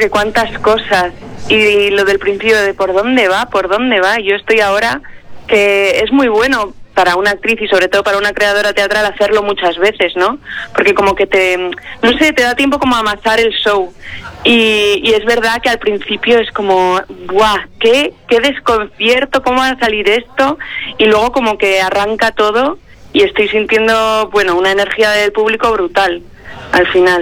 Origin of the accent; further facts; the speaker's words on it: Vitoria-Gasteiz, Basque Country, Spain; Yo soy de Vitoria.